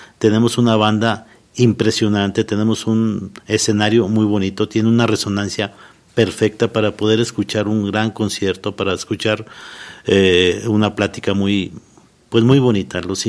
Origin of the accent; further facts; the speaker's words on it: Guadalajara, Jalisco, Mexico; yo nací en Guadalajara, Jalisco, y mis abuelos y mis padres nos llevaban desde muy pequeños a mis hermanos y a mí a la Plaza Nuevo Progreso.